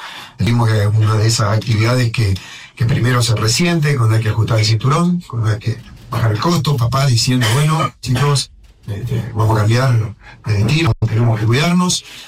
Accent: Entre Ríos, Argentina; born there

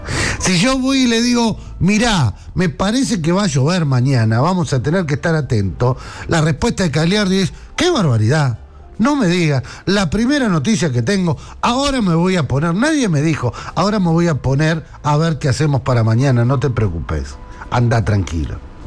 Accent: Berisso, Buenos Aires Province, Argentina; porque creen que somos negros de Berisso

